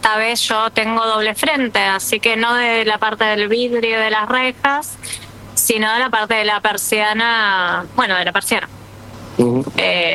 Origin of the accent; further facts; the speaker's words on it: San Justo, Buenos Aires Province, Argentina; O sea, yo soy de San Justo toda la vida y San Justo está muy feo, San Justo está muy inseguro